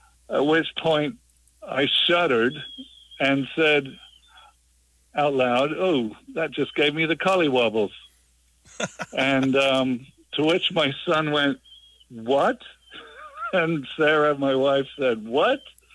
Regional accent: England, United Kingdom; now in Tallahassee, United States; Right. I'm English originally.

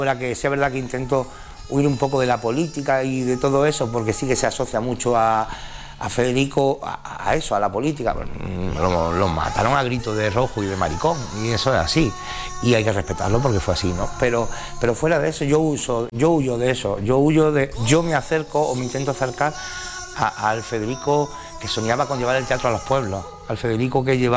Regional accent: San Juan, Andalusia, Spain; now in Linares, Spain; Yo soy de San Juan, vivo en Linares, tenemos el acento que tenemos y tenemos el habla que tenemos

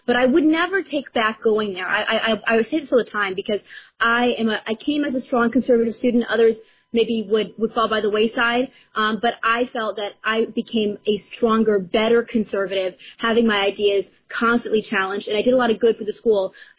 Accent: Wisconsin, United States; it was in Chicago and I was from Wisconsin

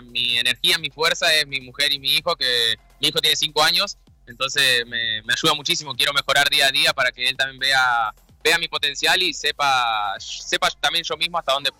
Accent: Argentina; moved away; also born or lived in Mexico; somos los cuatro argentinos.

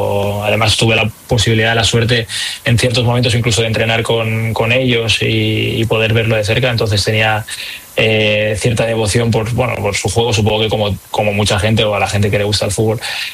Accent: Catalonia, Spain; además somos los dos catalanes y de cerca además

